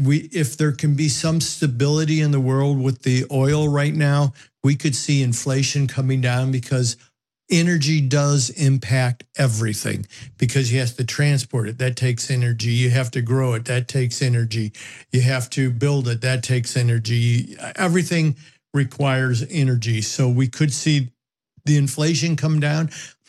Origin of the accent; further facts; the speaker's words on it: United States; being an American